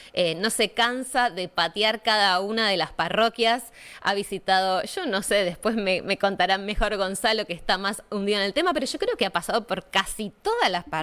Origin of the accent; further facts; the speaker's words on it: Argentina; en lo que somos como los argentinos